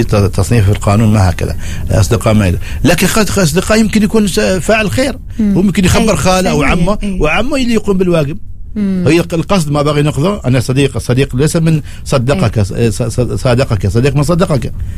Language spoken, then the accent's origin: Arabic; Oman; عندنا في سلطنة عمان